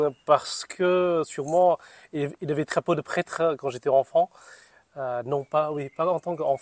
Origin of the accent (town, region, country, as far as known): Northern Vietnam, Vietnam; now in France